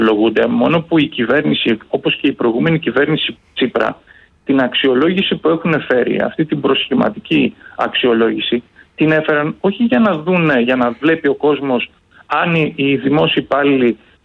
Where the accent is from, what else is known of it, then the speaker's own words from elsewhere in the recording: Thessaly, Greece; που είμαι και από τη Μαγνησία